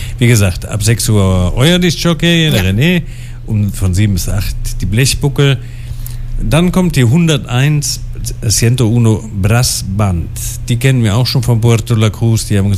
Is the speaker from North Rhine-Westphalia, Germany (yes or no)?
yes; Düren, North Rhine-Westphalia, Germany; born there; Aus Köln, genau. Also ich komme eigentlich aus Düren. Also eigentlich bin ich geboren in Birkesdorf bei Düren.